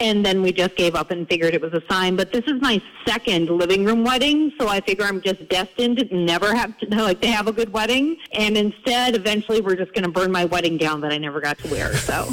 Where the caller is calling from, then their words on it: Scranton, Pennsylvania, United States; Scranton.